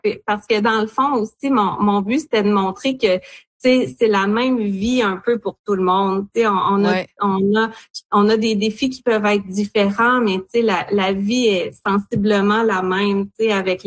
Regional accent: Bécancour, Quebec, Canada; je suis originaire de la Côte-Nord, de Bécancour sur la Côte-Nord, mais j'ai étudié à l'Université de Sherbrooke

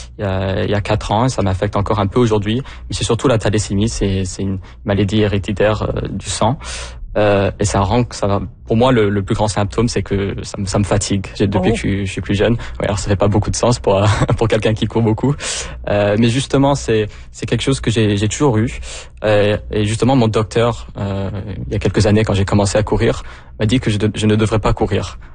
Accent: Halifax, Nova Scotia, Canada; Je suis né à Halifax. J'ai grandi à Halifax.

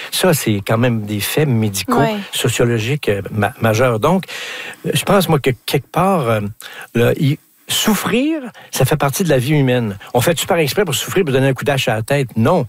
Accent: Quebec, Canada; accent: Québécois

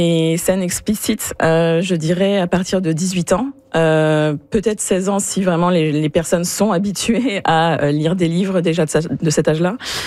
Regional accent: France; Bah, parce que je suis française

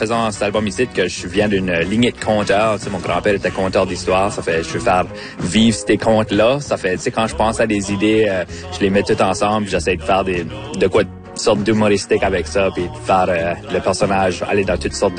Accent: Memramcook, New Brunswick, Canada; C'est une expression qu'on dit par chez nous à Mirancook.

